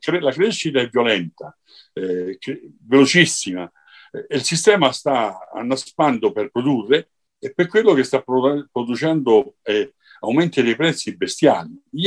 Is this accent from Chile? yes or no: yes; Chile; sì, certo, è un mio paese